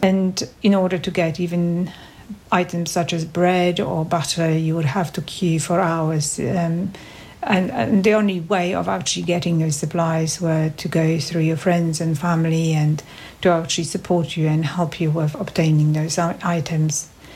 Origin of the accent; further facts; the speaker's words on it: Warsaw, Masovian Voivodeship, Poland; I was born in Warsaw in Poland in 1966.